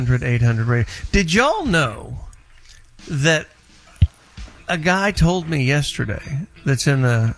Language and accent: English; Texas, United States; I mean, just because we're from Texas, do you think it's a racist thing?